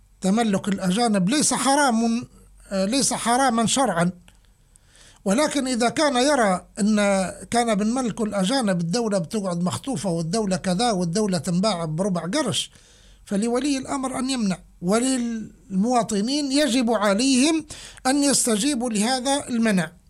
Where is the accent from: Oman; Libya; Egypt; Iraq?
Libya; لك أني كليبي